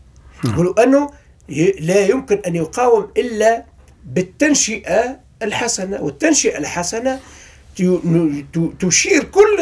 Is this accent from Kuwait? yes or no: no; Tunisia; وبالتالي احنا ما احناش احنا كلنا ولاد تونس